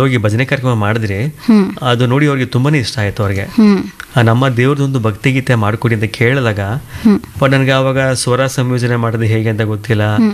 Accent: Bangalore, Karnataka, India; ನಾನು ಬೇಸಿಕ್ ಬೆಂಗಳೂರಮ್ಮ, ನಾವು ಹುಟ್ಟಿದೆಲ್ಲ ಸಂಪಗಿರಾಮನಗರ.

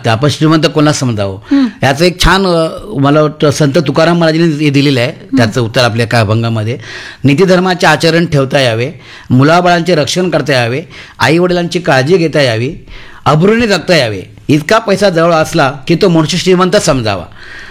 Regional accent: Maharashtra, India; moved away as an adult; माझी आपण प्रत्येकाची नाळ आपली गावी कोकणात तर असतेच

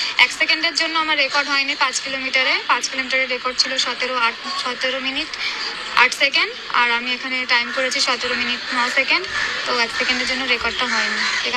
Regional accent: Machhlandapur, West Bengal, India; আমার বাড়ি মাছলন্দপুর, আমার ডিস্ট্রিক্ট নর্থ চব্বিশ পরগনা।

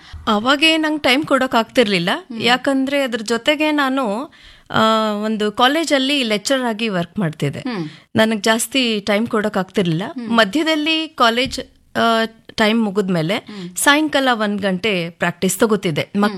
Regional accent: Raichur, Karnataka, India; ನನ್ನ ಹುಟ್ಟೂರು ರಾಯಚೂರು. ನಾನು ಮೂಲತಃ ರಾಯಚೂರಿಂದ ಬಂದವಳು. ನನ್ನ ಬಾಲ್ಯ ಎಲ್ಲ ರಾಯಚೂರಲ್ಲಿ ಆಗಿದ್ದು.

